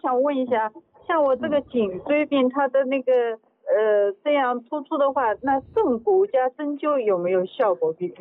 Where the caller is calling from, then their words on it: Huzhou, Zhejiang, China; 我是湖州的。